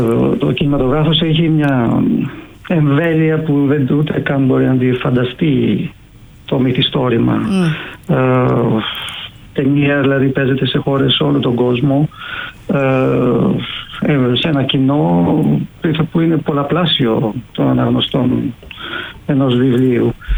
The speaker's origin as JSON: {"language": "Greek", "country": "Greece"}